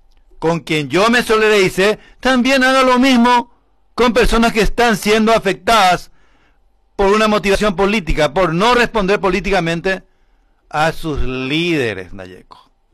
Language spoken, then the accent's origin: Spanish; Paraguay; los paraguayos somos boludos.